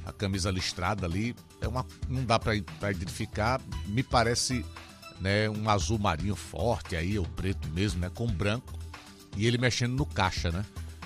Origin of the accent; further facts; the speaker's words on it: Maceió, Alagoas, Brazil; Eu sou apaixonado pela minha terra, né, pela cidade de Maceió, pelo estado de Alagoas.